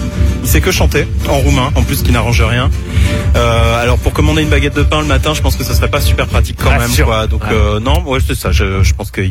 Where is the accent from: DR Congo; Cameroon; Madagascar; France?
France; Moi, je suis français, j'ai aucune origine roumaine d'ailleurs ou quoi que ce soit. Je suis d'ailleurs jamais allé en Roumanie.